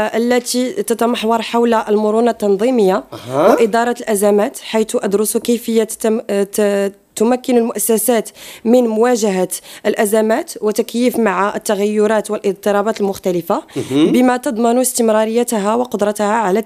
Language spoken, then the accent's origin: Arabic; Marrakesh, Marrakesh-Safi, Morocco; وهي الأكلة المشهورة يعني عندنا في مراكش.